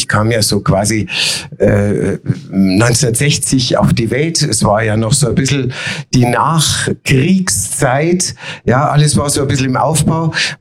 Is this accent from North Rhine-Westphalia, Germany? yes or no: no; Munich, Bavaria, Germany; also born or lived in Obersendling, Munich; Ich bin geboren in Obersendling und bin dann aufgewachsen in Schwabing. Wir haben erst in der Theresienstraße gewohnt, dann in der Giselastraße.